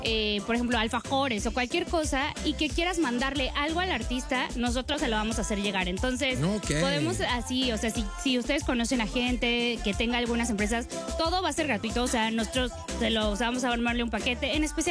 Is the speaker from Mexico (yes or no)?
yes; Mexico; moved away; lo que hacíamos en México, que bueno, aquí lo hacíamos un fin de semana cuando nos íbamos a Acapulco